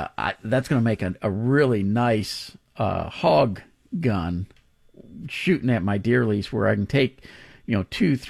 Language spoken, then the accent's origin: English; Pasadena, Texas, United States; now in Double Oak, United States; I grew up in Pasadena. I live in Houston or in Dallas now, up in Double Oak, but I go still back and forth virtually every week.